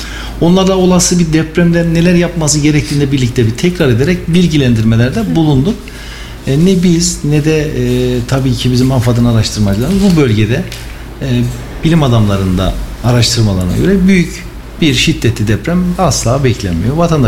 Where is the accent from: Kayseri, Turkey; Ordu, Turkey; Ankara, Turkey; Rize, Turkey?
Kayseri, Turkey; born there; 1971 Kayseri doğumluyum.